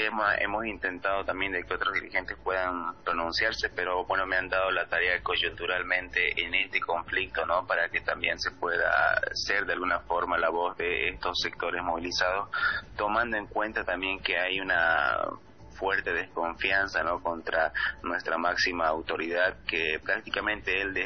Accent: San Julián, Santa Cruz, Bolivia; municipio de San Julián, en el cual vivo 30 de mis 31 años prácticamente

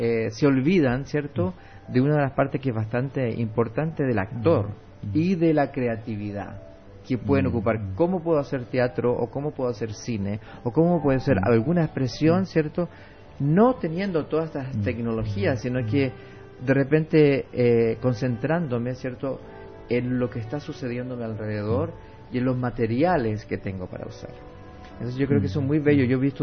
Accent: Chile; also born or lived in Mexico; now in United States; Yo originalmente soy chileno, pero emigré a los Estados Unidos hace bastante tiempo. También pasé un tiempo en México.

